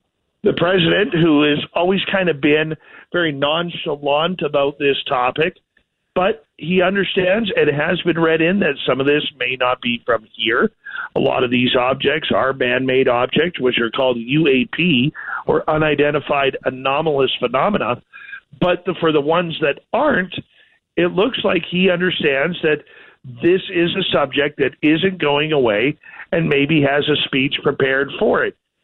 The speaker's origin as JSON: {"language": "English", "country": "Canada", "said": "I'm Canadian"}